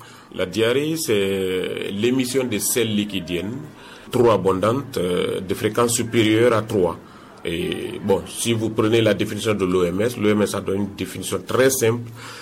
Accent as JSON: {"language": "French", "country": "Guinea", "said": "chez nous en Guinée"}